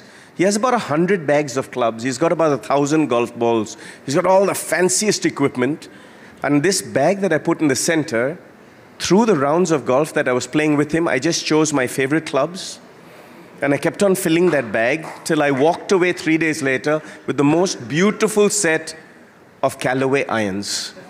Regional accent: Kolkata, West Bengal, India; I was born and brought up in Calcutta, supporting the Calcutta team.

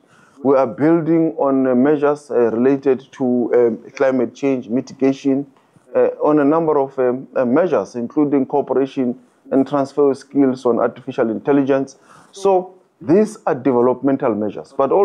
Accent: South Africa

